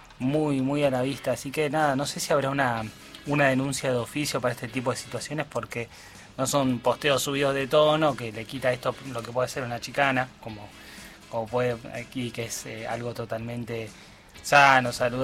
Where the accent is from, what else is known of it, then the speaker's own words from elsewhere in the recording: Argentina; de cómo somos los argentinos, somos racistas, cómo somos.